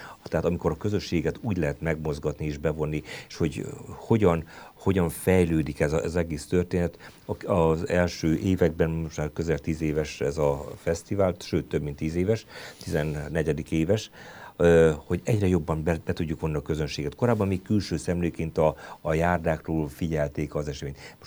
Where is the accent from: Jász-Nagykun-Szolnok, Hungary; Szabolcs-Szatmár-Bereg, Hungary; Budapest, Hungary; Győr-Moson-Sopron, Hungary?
Szabolcs-Szatmár-Bereg, Hungary; Nyírcsaholy; És hát azóta is ott maradtam, és hát azóta is szolgálom a szülőfalumban, illetve a lakóhelyem is, Mátészalajtai Nyírcsaholyban lakom